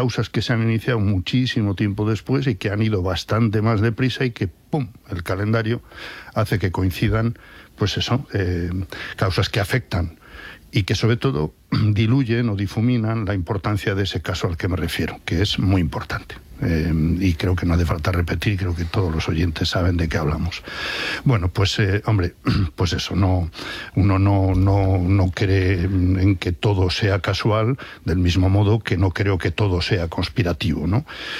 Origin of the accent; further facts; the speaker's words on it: León, Castile and León, Spain; No sospecho, para, soy de León.